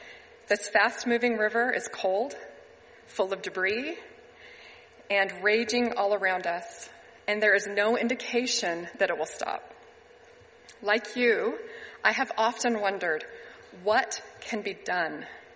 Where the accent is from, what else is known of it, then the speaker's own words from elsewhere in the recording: Alberta, Canada; I grew up near Waterton National Park, Alberta, and Glacier National Park, Montana.